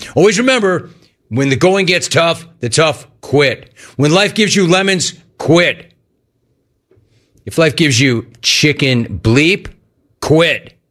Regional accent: Maine, United States; First, I'm from Maine.

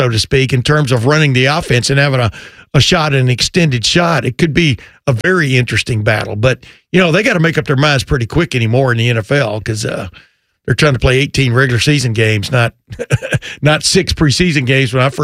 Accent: Texas, United States; I grew up in East Texas, man.

